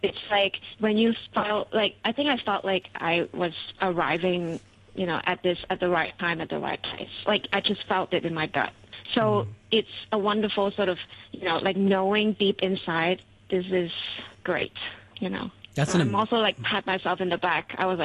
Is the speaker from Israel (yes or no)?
no; Hong Kong; growing up in Hong Kong, there's this, I mean, we work so hard, right?